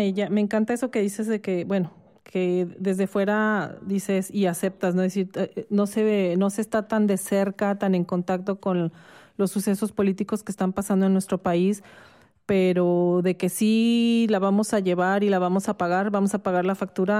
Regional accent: Mexico; now in Switzerland; Yo que soy mexicana viviendo como migrante acá en Suiza

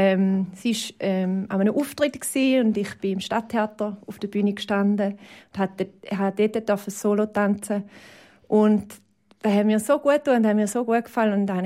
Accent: Schaffhausen, Switzerland; Ich komme aus Schaffhausen.

